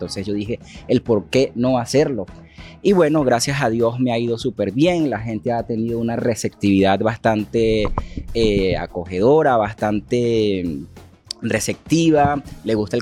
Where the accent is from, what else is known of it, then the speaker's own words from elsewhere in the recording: Venezuela; moved away; nos pasaron muchas cosas en mi país, Venezuela, por lo cual decidí emigrar.